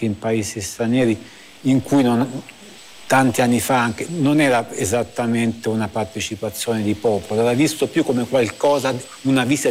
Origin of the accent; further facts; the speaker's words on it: Jesi, Marche, Italy; Sono marchigiano di Iesi, quindi per orgoglio.